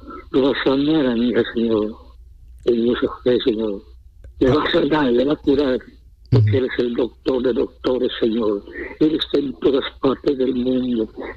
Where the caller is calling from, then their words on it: Iquique, Tarapacá, Chile; desde Iquique